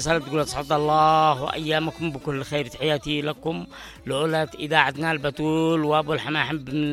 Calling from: Tihama, Yemen; إحنا بنات تهامة لا نلبس سيء مثل ما يلبسين، نحمد الله عنا بنات عارفين القرآن الكريم ونتبع فاطمة الزهراء عليها السلام، … من تهامة، تهامة العباء،

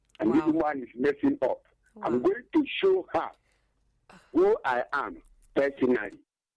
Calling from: Isoko, Delta, Nigeria; I'm calling from Isoko.

